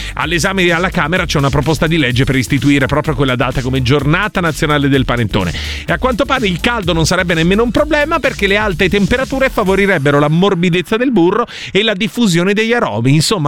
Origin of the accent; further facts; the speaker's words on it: Sicily, Italy; Io sono siciliano